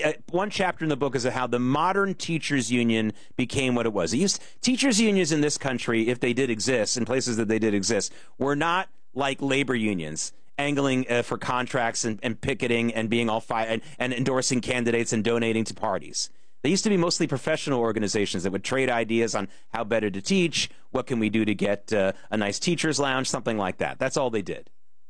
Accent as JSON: {"language": "English", "region": "the South", "country": "United States", "tie": "born or raised there", "said": "I grew up in the South, by the way. Actually didn't really experience a lot of anti-Semitism in the South, but I grew up in the South."}